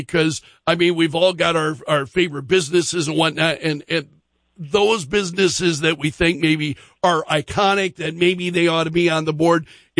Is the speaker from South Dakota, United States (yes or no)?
yes; Sioux Falls, South Dakota, United States; I'm from Sioux Falls. I'm a native of Sioux Falls. And so I'm very, very proud of our city.